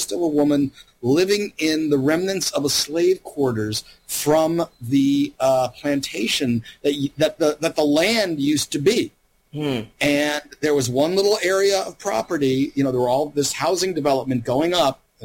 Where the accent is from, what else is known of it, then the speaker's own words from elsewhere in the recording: Louisiana, United States; I grew up mostly in Louisiana.